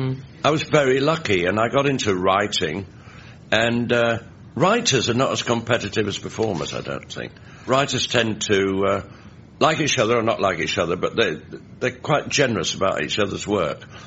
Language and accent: English; Leeds, Yorkshire and the Humber, United Kingdom; born or raised there; moved away